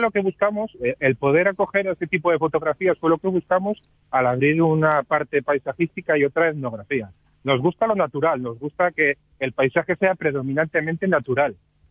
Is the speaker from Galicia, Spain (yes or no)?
no; Asturias, Spain; un poco de nuestras raíces, que somos, como somos los asturianos, que tenemos las raíces bien enterradas en la tierra.